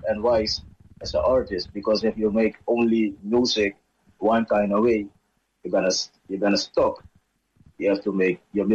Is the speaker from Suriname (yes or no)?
yes; Suriname; I realize that I'm from Suriname, because Suriname is also a yacht